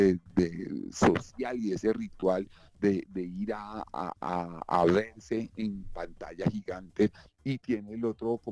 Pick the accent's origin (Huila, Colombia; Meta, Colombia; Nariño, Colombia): Huila, Colombia; a mí me encanta el Huila, crecí en el Huila, en la región arrocera, desde Neiva hasta San Agustín, y es un lugar maravilloso.